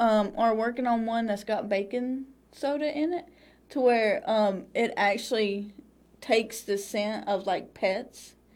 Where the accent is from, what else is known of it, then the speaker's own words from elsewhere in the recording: North Carolina, United States; moved away as an adult; now in Bluefield, United States; I grew up in North Carolina.